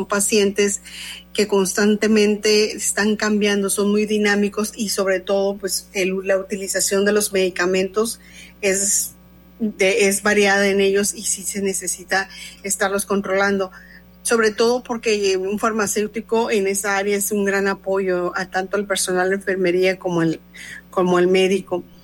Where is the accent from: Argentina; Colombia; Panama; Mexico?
Mexico; alguien que nos represente como mexicanos.